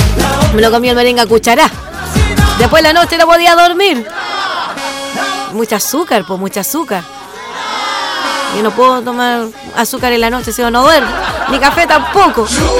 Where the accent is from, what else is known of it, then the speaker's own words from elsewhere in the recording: Chile; Y las fiestas patrias también significan bastante para nosotros como chilenos.